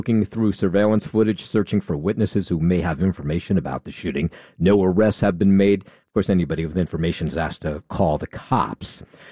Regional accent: Trenton, New Jersey, United States; in my hometown of Trenton

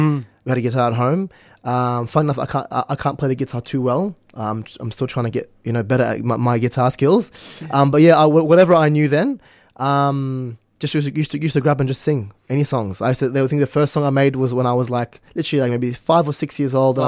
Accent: Jbeir Ashuf, Mount Lebanon, Lebanon; But I'm originally from Jbeir Ashuf, which is basically all up in the a bit high in the mountains.

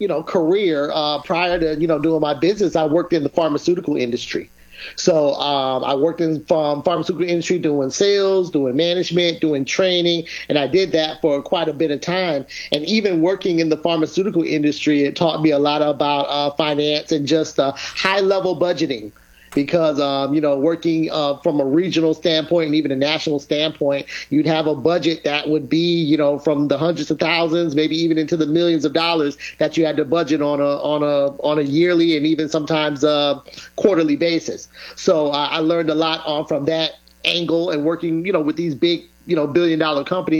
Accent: South Carolina, United States; now in Florida, United States; Hey, I consider myself a Floridian. I've been in Florida well over 20 years, but I was born and raised more in South Carolina and also born in North Carolina.

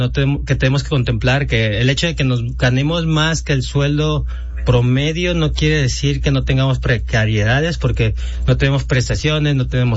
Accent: Morelos, Mexico; born there; moved away; also born or lived in Guadalajara; No, yo nací en el estado de Morelos, pero mi formación artística la obtuve en Guadalajara.

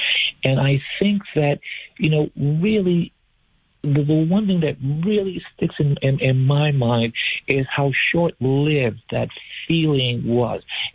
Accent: New York, United States; both as a New Yorker and as an American.

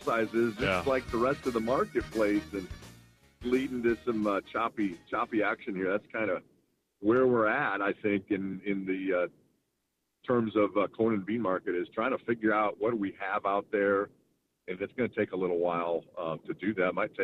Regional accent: Bureau County, Illinois, United States; I grew up actually in Bureau County, mm-hmm. but I went to school in Bradford. So we grew up right on the county line. I was in 4-H.

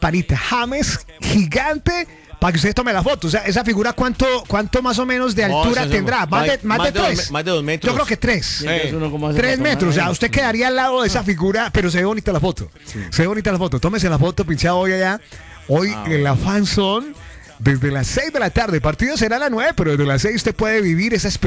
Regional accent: Antioquia, Colombia; porque como buen paisa todo le dan para lo último.

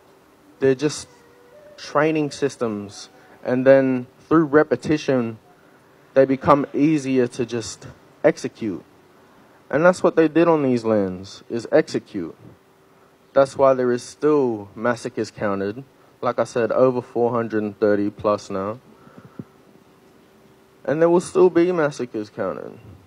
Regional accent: New South Wales, Australia; I don't recognize Australia. I'm not Australian. I'm Gomeroi. I'm Dungari. Yeah. I'm Binsbury. Me. I'm mob.

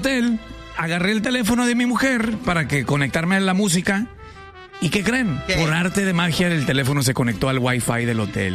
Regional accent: Michoacán, Mexico; also born or lived in Argentina; yo soy nacida en Argentina y criada en México, allá en Michoacán.

